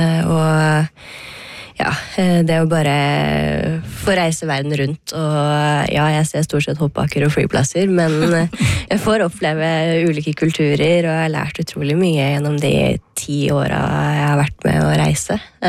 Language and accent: Norwegian; Hole, Buskerud, Norway; det første minnet som dukker opp fra hjemme i Hole